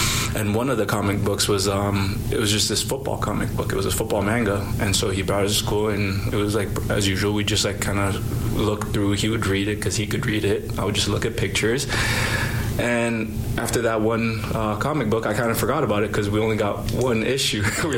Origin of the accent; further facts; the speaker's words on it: Ghana; Yeah. We actually played everything but football. Like, we ran, we were in track, we played soccer.